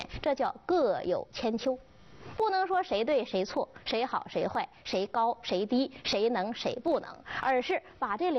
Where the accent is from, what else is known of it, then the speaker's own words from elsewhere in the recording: China; 我们中国人